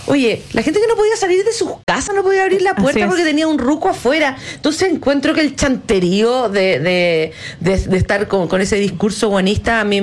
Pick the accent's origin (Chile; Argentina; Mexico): Chile; somos varios chilenos que queremos endurecer penas